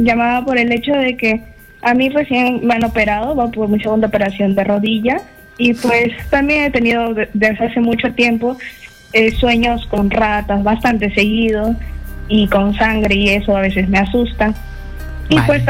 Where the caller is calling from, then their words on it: Ilo, Moquegua, Peru; De la parte de Hilo, la provincia de Hilo.